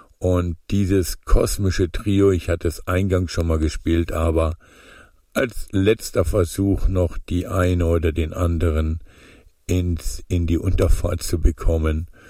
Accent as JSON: {"language": "German", "town": "Munich", "region": "Bavaria", "country": "Germany", "said": "Aber warum nicht mal als Münchner mal nach München reisen?"}